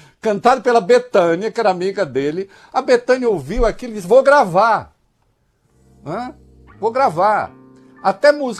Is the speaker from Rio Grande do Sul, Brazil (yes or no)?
no; Dois Córregos, São Paulo, Brazil; Um ouvinte nosso lá da região de Dois Córregos, e a gente sabe, Dois Córregos é a minha terra natal, uma terra de bravos, uma terra de valentes, né?